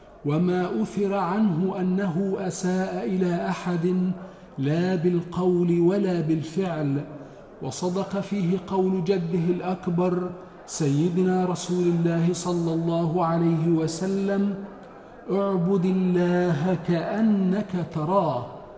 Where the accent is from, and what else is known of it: Egypt